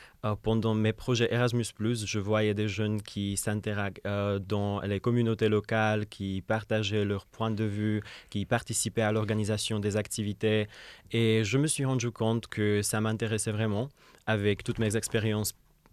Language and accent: French; Czechia; French is a second language; also born or lived in Lyon; now in Bourg-en-Bresse, France; j'ai 21 ans, je viens de la République tchèque et je suis volontaire à la Maison de l'Europe et des Européens de l'Ain. Je me suis inscrit à cette mission après avoir déjà vécu 2 ans en France. J'habitais à Lyon